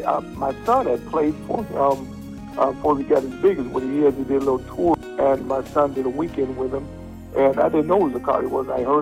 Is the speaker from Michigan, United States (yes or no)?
yes; Grand Rapids, Michigan, United States; I'm from Grand Rapids, and guess what? … lived right around the corner from me. I was raised up with him.